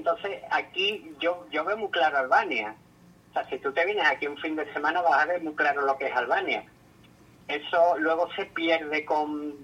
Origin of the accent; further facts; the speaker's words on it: Spain; como yo vengo de España, que están subiendo mucho los alquileres en ciertas zonas.